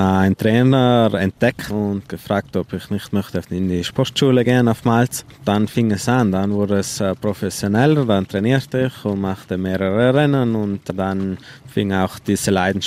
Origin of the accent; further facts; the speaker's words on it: Trentino-Alto Adige, Italy; Wir sind ja hier in den Bergen aufgewachsen und mit viel Schnee im Winter immer.